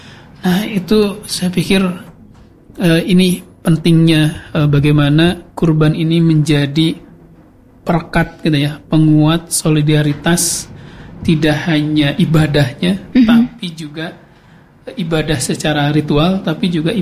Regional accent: West Java, Indonesia; Dari Indonesia. Setelah itu berbicara lagi, dari Indonesianya mana gitu ya. Saya dari Jawa Barat.

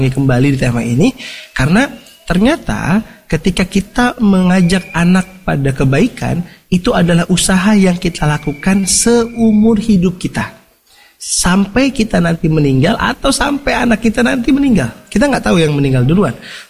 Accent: Bandung, West Java, Indonesia; dulu ini masya Allah saya kan orang Bandung. Sekolah di Gontor, di Jawa Timur.

